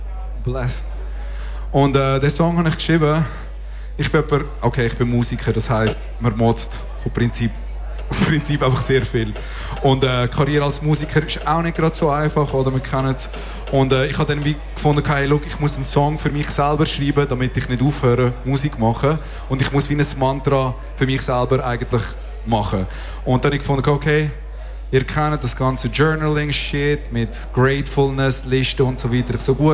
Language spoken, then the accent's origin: German; southern Spain, Spain; accent: southern Spanish; ich habe so einen südspanischen Akzent.